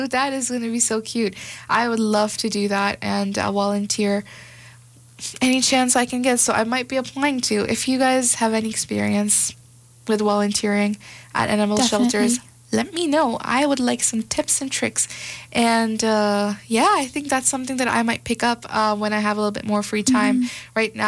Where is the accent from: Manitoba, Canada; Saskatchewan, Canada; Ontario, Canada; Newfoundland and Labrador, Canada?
Manitoba, Canada; Winnipeg; moved away as an adult; now in Calgary, Canada; When I first moved to Calgary back in 2022, I was so amazed that there was a festival or something every weekend. I was like, what is going on? We're both from Winnipeg, guys.